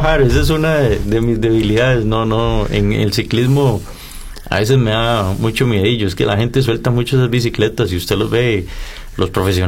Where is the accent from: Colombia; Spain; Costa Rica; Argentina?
Costa Rica; Aserrí, San José; Yo soy de Aserrí, incluso en Aserrí me conocen la mayoría como